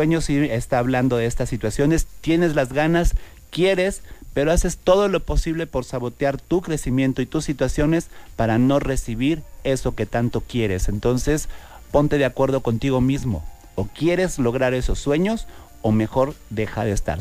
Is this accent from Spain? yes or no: no; Mexico